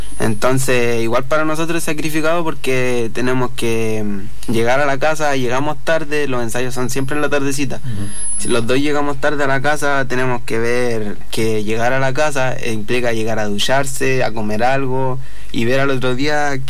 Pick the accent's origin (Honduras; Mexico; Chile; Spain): Chile; Ránquil, Ñuble; yo soy de Ñupas, de Ranquil